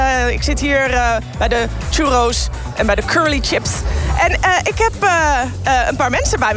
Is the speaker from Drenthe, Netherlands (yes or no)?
no; Groningen, Netherlands; Ik kom uit Groningen.